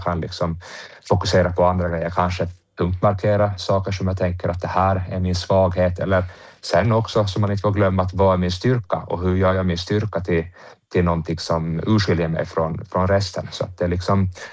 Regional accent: Åland, Åland Islands; Och sen är det ju faktiskt så att som ålänning så måste man ju...

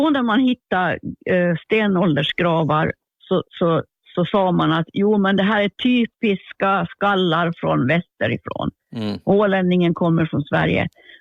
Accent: Sund, Åland, Finland; Jag kommer från Sund och jag bor i en by som heter Tranvik

